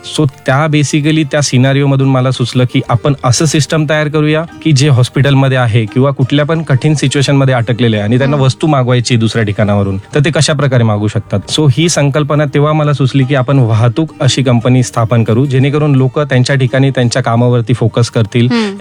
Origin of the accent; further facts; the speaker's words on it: Nashik, Maharashtra, India; आम्ही स्वतः नाशिककर म्हणून आम्ही खूप प्राऊडली हा बिझनेस करतोय